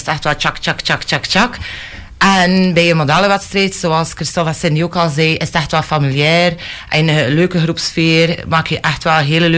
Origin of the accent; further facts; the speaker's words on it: Kortemark, Flanders, Belgium; Ik ben een alleenstaande mama van een zoontje Mason, 37 jaar oud. Ik ben afkomstig van West-Vlaanderen, van Kortemark.